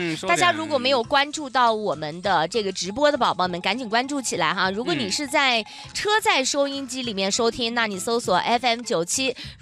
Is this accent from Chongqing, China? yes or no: no; Kunming, Yunnan, China